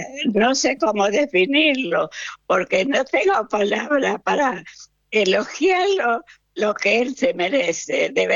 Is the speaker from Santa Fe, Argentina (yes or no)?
yes; La Gallareta, Santa Fe, Argentina; Bueno, yo soy de La Gallareta, provincia de Santa Fe, al norte de Santa Fe